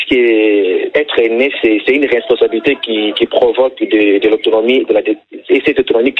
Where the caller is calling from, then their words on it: Kisangani, Tshopo, DR Congo; je suis de Kisangani.